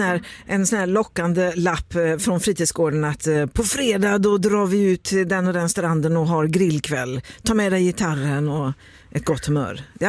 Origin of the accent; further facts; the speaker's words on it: Västra Götaland County, Sweden; Jag kommer ihåg när jag var liten så växte jag upp en bit utanför Uddevalla